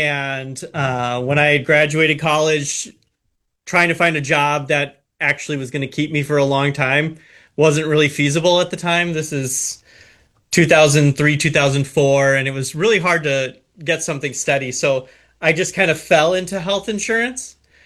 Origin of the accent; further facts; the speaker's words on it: Wisconsin, United States; moved away as an adult; also born or lived in New Jersey; now in Appleton, United States; I wanted to move back to my home state too. So I came back to Appleton